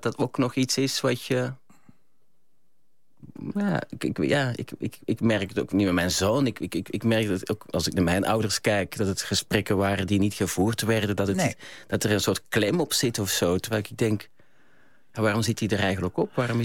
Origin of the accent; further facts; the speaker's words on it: Belgium; moved away as an adult; now in Amsterdam, Netherlands; Nee, ik was 19. Ik kwam van een boerengehucht uit België. Ik kwam in Amsterdam terecht. Ik ging hier studeren, Nederland.